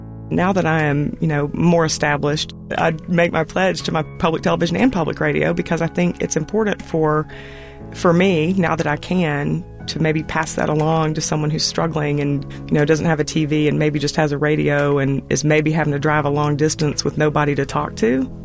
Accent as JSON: {"language": "English", "town": "Patchogue", "region": "New York", "country": "United States", "said": "I'm from Patchogue, New York."}